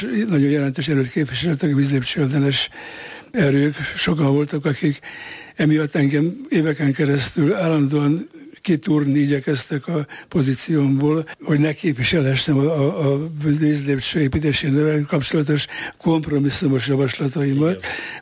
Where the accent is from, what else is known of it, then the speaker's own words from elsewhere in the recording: Budapest, Hungary; also born or lived in Cluj-Napoca, Romania; Úgy kerültünk Budafokra, hogy ugye, apám székely és Kolozsváron végezte egyetemet, hogy anyám is Kolozsváron végezte a szociális főiskolát, és ő viszont budafoki volt, egy budafoki sváb családnak a sarja